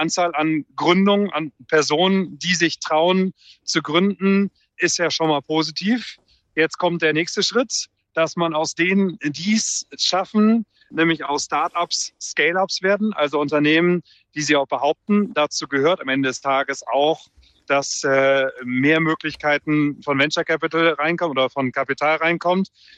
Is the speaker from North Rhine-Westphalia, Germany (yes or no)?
yes; Cologne, North Rhine-Westphalia, Germany; Und ich bin selber Kölner.